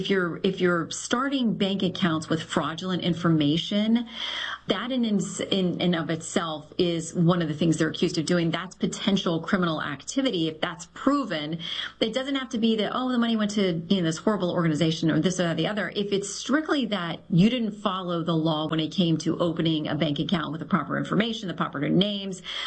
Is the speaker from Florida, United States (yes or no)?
yes; Florida, United States; he did briefly stop in my home state of Florida.